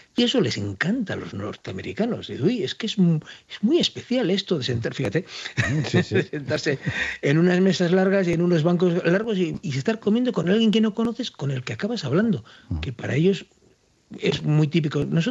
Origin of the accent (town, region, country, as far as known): Basque Country, Spain